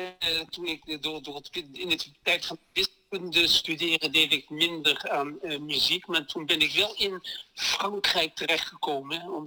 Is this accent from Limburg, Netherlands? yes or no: yes; Maastricht, Limburg, Netherlands; born there; En heel, heel lang geleden ben ik geboren in Maastricht.